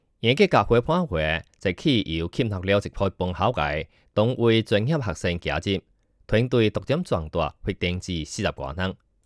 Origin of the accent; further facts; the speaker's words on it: Taiwan; 毕竟我来自台湾，动超实践领域相对有兴趣